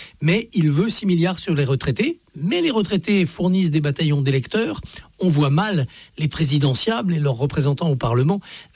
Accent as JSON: {"language": "French", "region": "Auvergne-Rhône-Alpes", "country": "France", "said": "je suis de Haute-Savoie."}